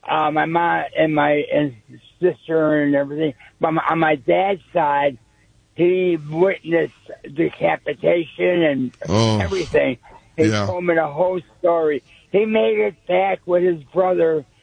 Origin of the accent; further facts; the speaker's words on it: Chicago, Illinois, United States; and I'm from Chicago. I'm from Wrigleyville, right by Wrigleyville.